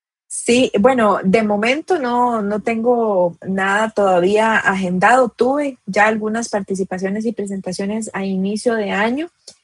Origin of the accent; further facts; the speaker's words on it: Costa Rica; tengan un pedacito de lo que yo soy, de Costa Rica y de mí.